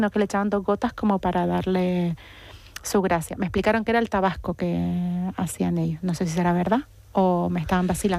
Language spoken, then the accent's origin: Spanish; Canary Islands, Spain; Yo vengo de Gran Canaria